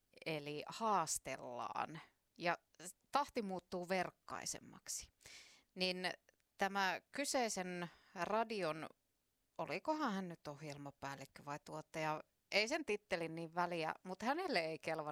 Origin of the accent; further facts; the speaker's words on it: South Karelia, Finland; accent: South Karelian; minullekin tuli kiitosta siitä, että puhun Etelä-Karjalan murretta